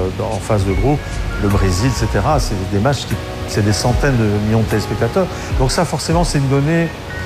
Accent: Belgium; Moi, je suis belge

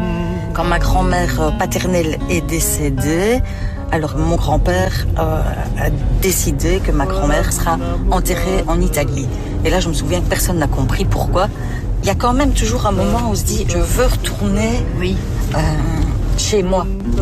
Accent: Belgium

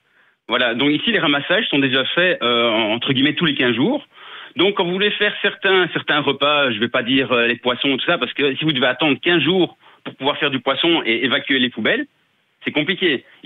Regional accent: Brussels, Belgium; je suis bruxellois à la base, donc je me suis expatrié sur la région du centre.

